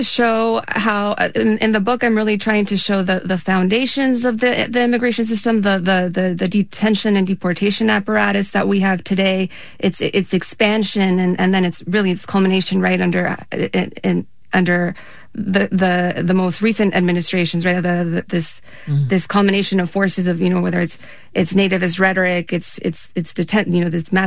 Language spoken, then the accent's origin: English; El Paso, Texas, United States; growing up as a teenager there, you're growing up in El Paso, I always felt like any other teenager, right? My hometown's too small. It's boring here. This place is so isolated. It's so far west. It's at the far, you know, far more western tip of Texas.